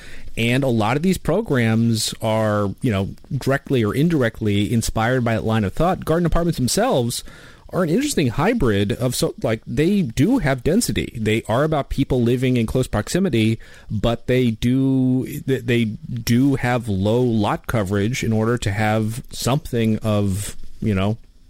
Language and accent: English; Cincinnati, Ohio, United States; I'm from Cincinnati, so I'm well aware of Green Hills.